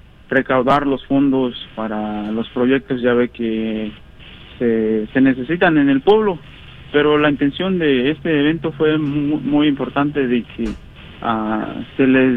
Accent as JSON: {"language": "Spanish", "town": "Tindú", "country": "Mexico", "moved": "yes", "said": "está enterrada en mi pueblo, en Tindú"}